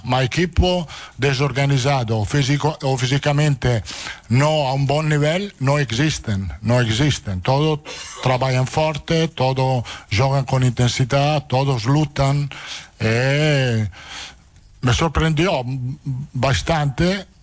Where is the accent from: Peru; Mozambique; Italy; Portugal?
Italy; Portuguese is a second language; Me sinto bem, italiano, brasileiro, sou italiano. É uma experiência fantástica treinar no Brasil.